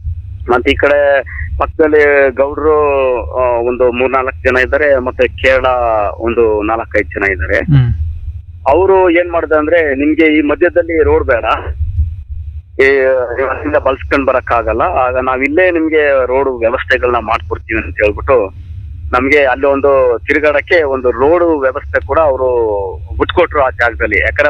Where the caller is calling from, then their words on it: Kebbepura, Karnataka, India; ಕೆಬ್ಬೆಪುರ ಆಡಿ ಸರ್, ನಿಮ್ಮಟ್ಟಿರೆ ಪಂಚಾಯತಿ.